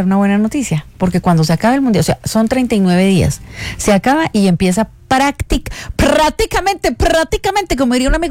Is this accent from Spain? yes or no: no; Colombia; Somos colombianos. Sí, señores.